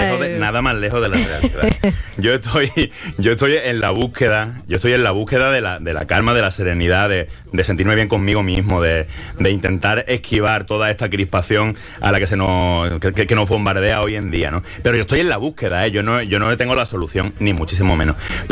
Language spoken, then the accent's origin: Spanish; Málaga, Andalusia, Spain; soy de Málaga, ¿no?